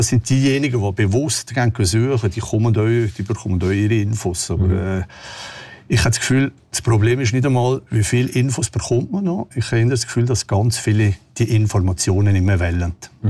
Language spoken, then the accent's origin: German; Switzerland; ich bin jetzt aus der Schweiz und die Schweiz ist offiziell ein unfreundlicher Staat.